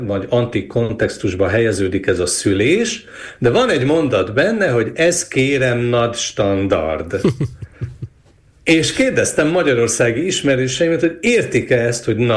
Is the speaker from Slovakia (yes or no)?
yes; Palóc region, Slovakia; szlovákiai magyarként, tehát mint Palóc vidékről származó...